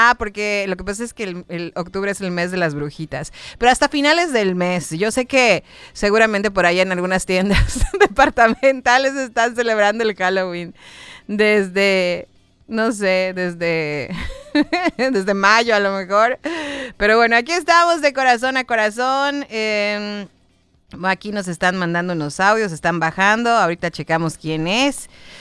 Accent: Yucatán, Mexico; ya las personas que somos de aquí, de Yucatán, estábamos acostumbradas a llegar a todas partes en 10, 15 minutos

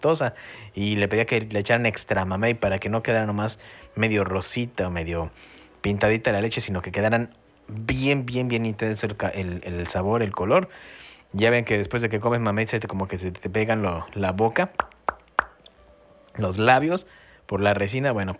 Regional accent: Mexico City, Mexico; moved away; allá en mi pueblo, en el Distrito Federal, en la Ciudad de México hoy día

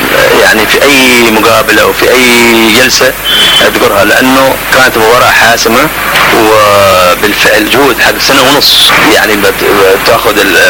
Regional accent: Ghayl Ba Wazir, Hadhramaut, Yemen; born there; من مواليد 1947، مواليد غيل بوزير،

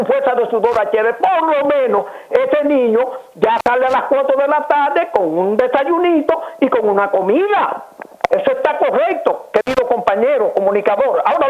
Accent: Dominican Republic; now in Puerto Plata, Dominican Republic; lo que daña en mi país todo es la jodida corrupción

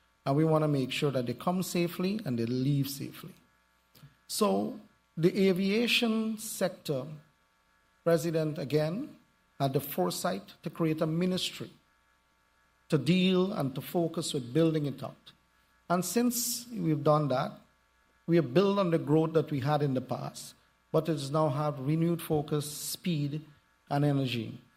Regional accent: Guyana; I was in university in the United Kingdom and I was studying business and I said, I'm from Guyana.

